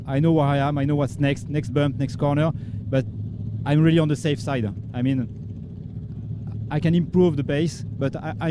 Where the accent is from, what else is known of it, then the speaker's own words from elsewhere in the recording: Le Mans, Pays de la Loire, France; English is a second language; Le Mans, in the west part of France. So my hometown is Le Mans, where there is the MotoGP and the famous 24-hour of Le Mans.